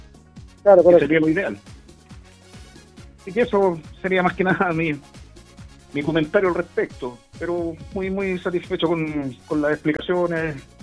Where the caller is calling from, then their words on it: San Fernando, Chile; Yo soy de acá de San Fernando